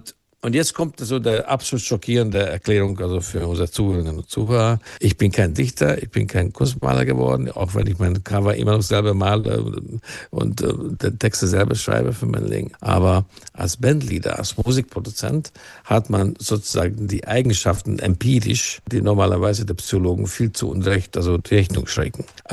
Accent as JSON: {"language": "German", "region": "Bavaria", "country": "Germany", "said": "Ich bin halt Bayer und ich bin hier zu Hause, das ist mein Verein."}